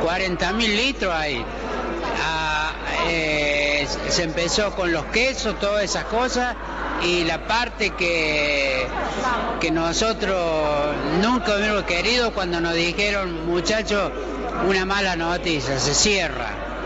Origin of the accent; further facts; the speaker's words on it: La Colonial, Córdoba, Argentina; now in Las Varillas, Argentina; Yo hace 50 años que me fui de acá de La Colonial a la ciudad de Las Varillas, y gracias a Dios me fue bien, me jubilé, me casé, tengo los hijos, así que muy contento.